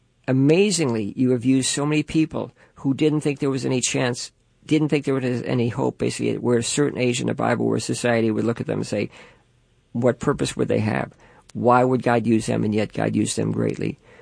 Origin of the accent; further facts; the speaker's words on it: Levittown, New York, United States; born there; moved away; I lived in Levittown as a kid